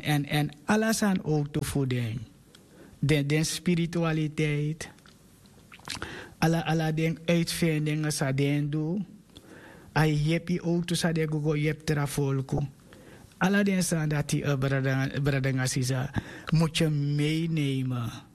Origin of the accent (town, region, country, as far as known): Suriname; born there